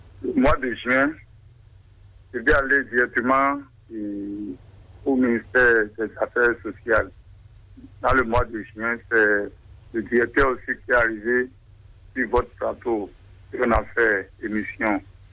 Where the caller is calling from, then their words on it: Adjarra, Ouémé, Benin; J'appelle de Port-Nouveau, commune d'Adjara, arrondissement de Manfoui, à Tigézi.